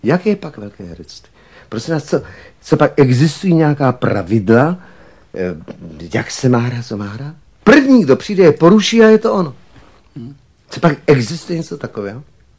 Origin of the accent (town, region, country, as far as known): Smečno, Central Bohemian Region, Czechia